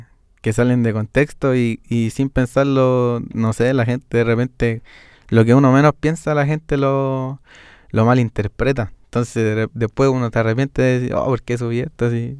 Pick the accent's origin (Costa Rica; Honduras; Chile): Chile; Cerro Navia, Santiago Metropolitan Region; Yo soy de Cerro Navia, entonces una comuna que, o cosas así, pero en sí uno como que todas esas cosas que uno vivió de chico trató de sacarla a una canción